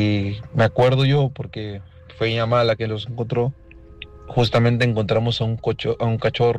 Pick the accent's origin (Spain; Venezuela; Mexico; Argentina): Mexico; Minatitlán, Veracruz; Yo soy originario de Veracruz, de la ciudad de Minatitlán, Veracruz